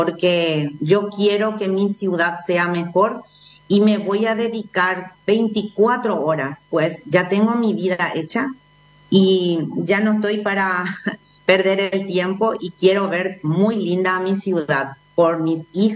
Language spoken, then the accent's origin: Spanish; Fernando de la Mora, Central, Paraguay; también soy ciudadana de Fernando de la Mora.